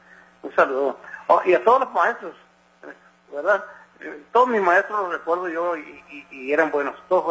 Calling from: Mexico; somos nosotros los mexicanos como sociedad

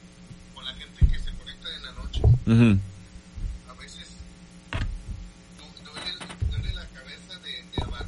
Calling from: Reynosa, Tamaulipas, Mexico; estoy acá en Reynosa, Tamaulipas.

